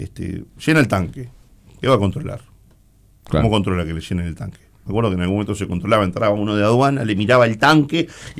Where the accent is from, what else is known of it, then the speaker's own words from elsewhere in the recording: Uruguay; porque me preocupan como uruguayo.